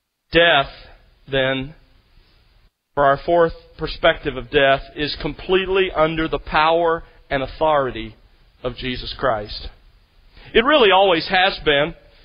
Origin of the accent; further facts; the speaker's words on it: Alabama, United States; as a boy growing up in South Alabama